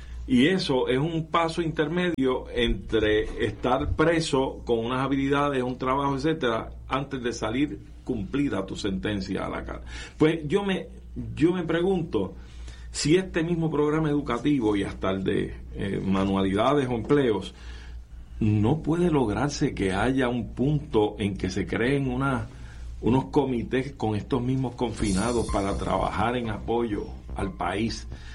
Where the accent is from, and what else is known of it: Puerto Rico